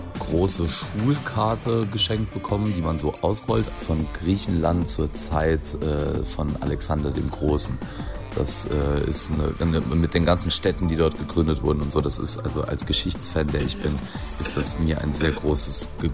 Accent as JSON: {"language": "German", "town": "Saarbrücken", "region": "Saarland", "country": "Germany", "said": "Aus Saarbrücken."}